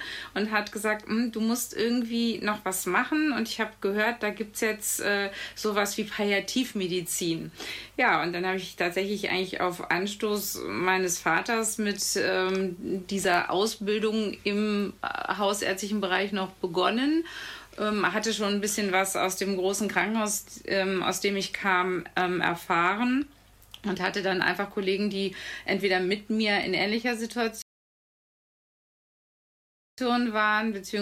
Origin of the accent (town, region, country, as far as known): Brühl, North Rhine-Westphalia, Germany; born there